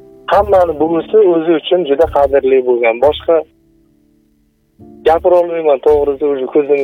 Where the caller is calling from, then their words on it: Qashqadaryo Region, Uzbekistan; accent: Qashqadaryo dialect; Qashqadaryolikman. Qashqadaryoda Shevamizda Moma deb chaqiradi.